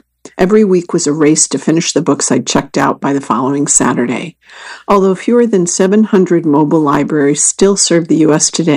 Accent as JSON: {"language": "English", "town": "Owensboro", "region": "Kentucky", "country": "United States", "tie": "born or raised there"}